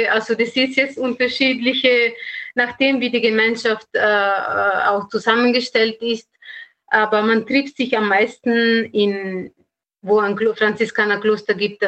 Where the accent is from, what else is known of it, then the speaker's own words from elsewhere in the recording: Italy; German is a second language; moved away as an adult; now in Austria; man hat vielleicht aus meiner Sprache gemerkt, dass ich nicht Österreicherin bin, sondern bin Italienerin.